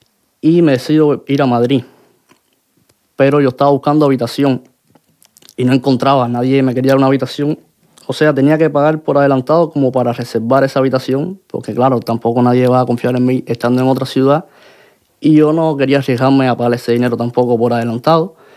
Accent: Cuba; now in Spain; yo salí de Cuba, pero sabiendo que iba a ir a España directo a la calle porque no tenía aquí nadie que me recibiera ni nada. Pero bueno, uno como es cubano, uno toma esos riesgos

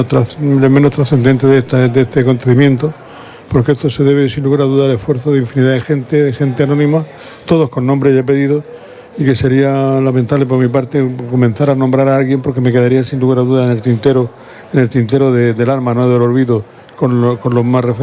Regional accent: Region of Murcia, Spain; yo, como todo huertano, como todo niño de la huerta

